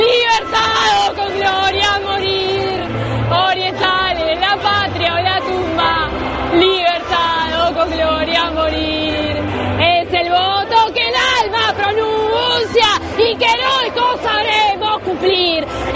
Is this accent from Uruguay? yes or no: yes; Uruguay; puedo dar un abrazo que somos poquitos uruguayos hoy.